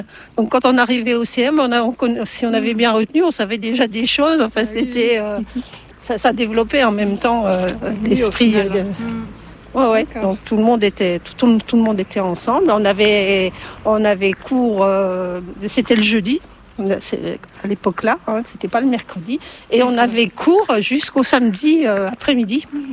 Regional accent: Ménil-la-Tour, Grand Est, France; born or raised there

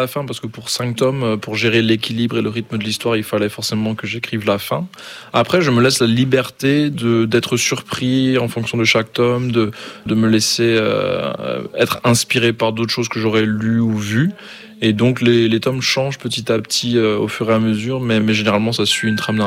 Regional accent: Ghana; born or raised there; now in France

